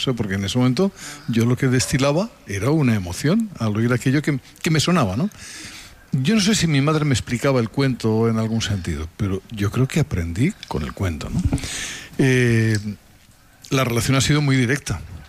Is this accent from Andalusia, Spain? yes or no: no; Castilla-La Mancha, Spain; nosotros en La Mancha teníamos Garbancito de La Mancha